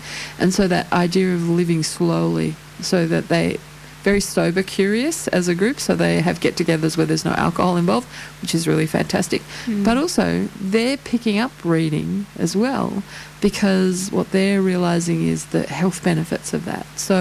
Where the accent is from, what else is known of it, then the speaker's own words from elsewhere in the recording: Queensland, Australia; when I grew up in Queensland